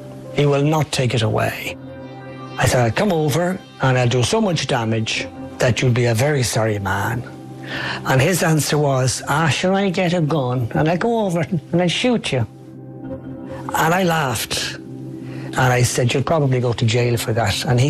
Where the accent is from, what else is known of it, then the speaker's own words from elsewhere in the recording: Dublin, Leinster, Ireland; I wasn't a tough guy, but I was from Ballyfermot, so I could pretend to be tough.